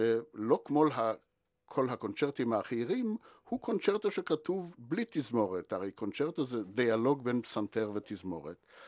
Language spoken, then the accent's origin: Hebrew; Merhavia, Northern District, Israel; נולדתי בקיבוץ מרחביה שבעמק ישראל, הנקודה הראשונה בעמק ישראל שנוסדה ב-1911